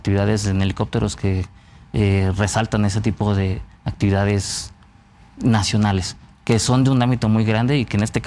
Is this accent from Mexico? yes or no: yes; Mexico City, Mexico; Originario de la Ciudad de México.